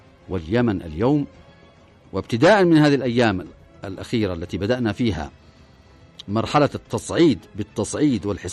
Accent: Yemen

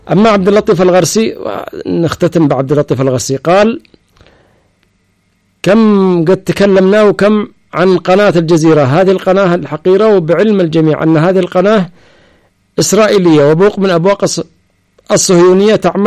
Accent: Taiz, Taiz Governorate, Yemen; moved away; 12 سنة ما دخلتش تعز، ما دخلتش بيتنا، معانا بيت ملكنا حقنا في تعز

